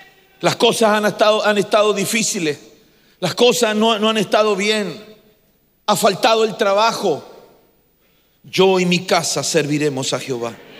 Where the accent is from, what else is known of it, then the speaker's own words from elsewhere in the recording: Chile; ahí estaba hablando de Chile, ahí estaba hablando de mi tierra